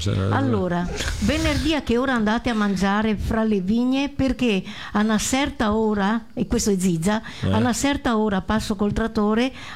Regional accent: Galicia, Spain; io avevo capito, non sei di qua, non sei di Barcellona, e io le ho risposto, no, vengo dalla Galizia.

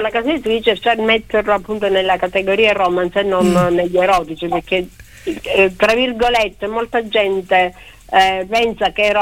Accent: Sicily, Italy; Io sono siciliana, vengo da una tradizione familiare molto

